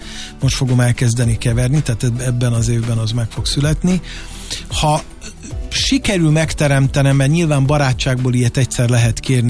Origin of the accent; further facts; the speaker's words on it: Hungary; akkor én ott képviseltem Magyarországot is. Mert úgy mondták be, hogy a gitáros … from Hungary.